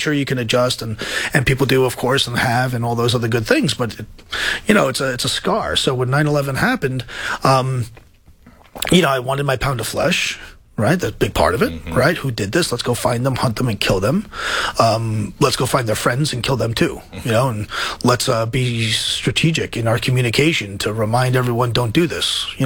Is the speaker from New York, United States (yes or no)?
yes; Queens, New York, United States; I was, I'm a New Yorker. I'm from Queens.